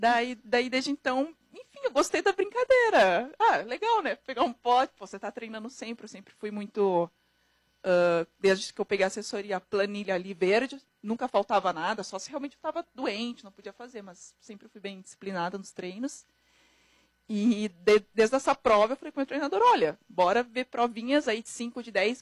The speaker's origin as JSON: {"language": "Portuguese", "town": "Porto Alegre", "region": "Rio Grande do Sul", "country": "Brazil", "tie": "born or raised there", "said": "Daí eu decidi fazer em Porto Alegre, que era, enfim, onde eu cresci, né."}